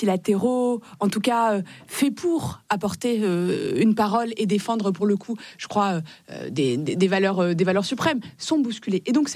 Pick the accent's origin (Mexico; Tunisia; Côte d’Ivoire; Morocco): Morocco; born or raised there; now in France